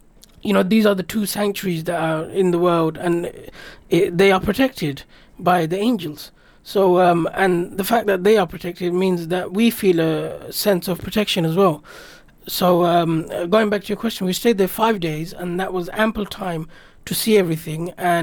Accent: United Kingdom; being a Brit, Arabic is not my first language.

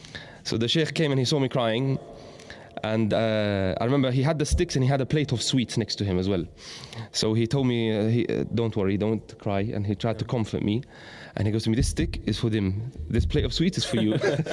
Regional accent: Jordan; moved away; also born or lived in Morocco; So he decided to look for another place, even though we are from Jordan originally.

